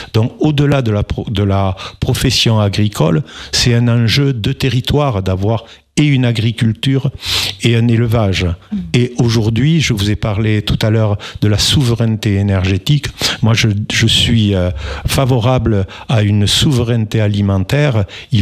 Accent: Mirepoix, Occitanie, France; Vous savez, je suis de Mirepoix, oui.

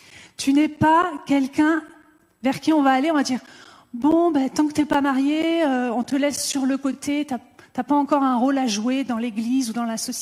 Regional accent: France

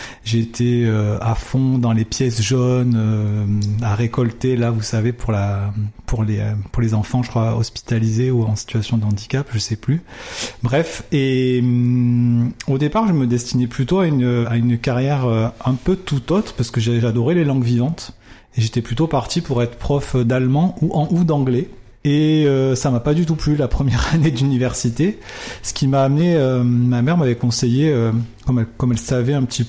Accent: Montpellier, Occitanie, France; Je suis de Montpellier

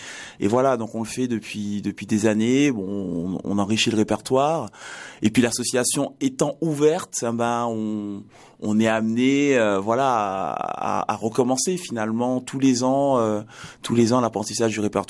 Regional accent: Martinique; Moi, je viens de Martinique.

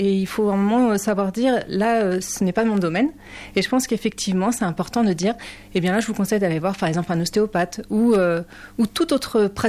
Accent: Pays de la Loire, France; moved away as an adult; now in Hautes-Pyrénées, France; moi je suis originaire du Maine-et-Loire

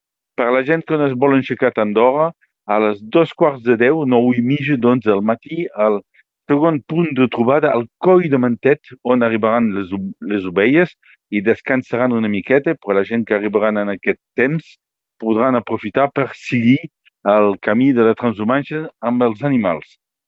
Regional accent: Vilafranca de Conflent, Occitania, France; tot el dia, doncs, Buits de Graner a Vilafranca de Conflent, al meu poble.

